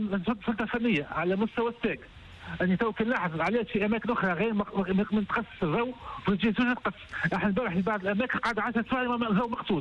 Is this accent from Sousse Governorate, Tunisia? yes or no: yes; Sousse Governorate, Tunisia